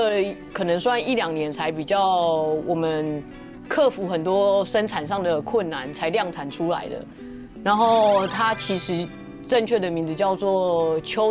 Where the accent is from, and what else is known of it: Taiwan